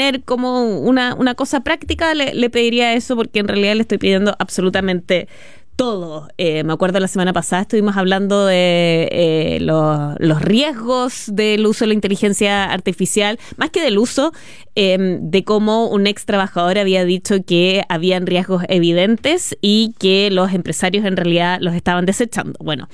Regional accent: Chile; Me siento súper chilena, muy orgullosa de ser chilena.

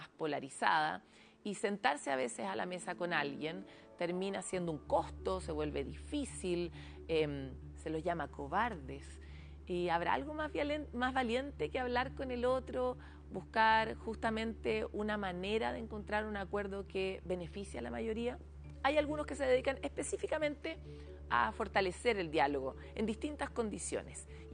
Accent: Chile; En septiembre todos somos chilenos y chilenas.

